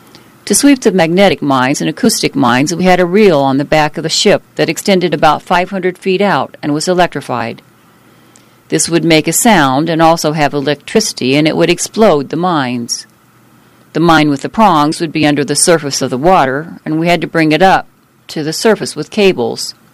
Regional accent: Tucson, Arizona, United States; born there; I was born in Tucson, Arizona on August 15, 1926.

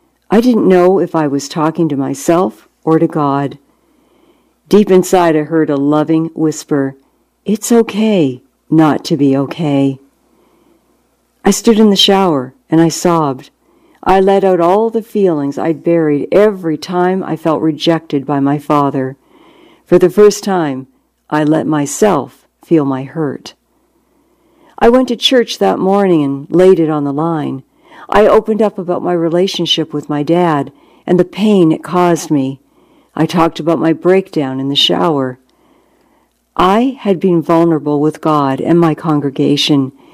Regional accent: Toronto, Ontario, Canada; born there; I was born in St. Michael's Hospital in Toronto in 1951.

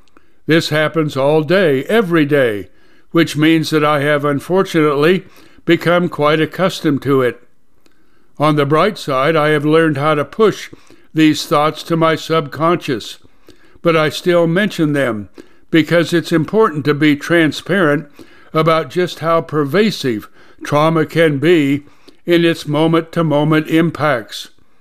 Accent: United States; they didn't happen to me because of who I am as an individual, but rather because I grew up in America.

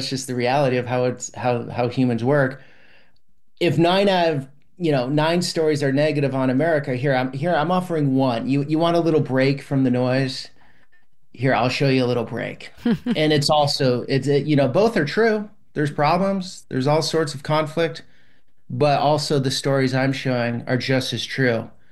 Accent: United States; And are just as American as you and I, but living in a totally different world.

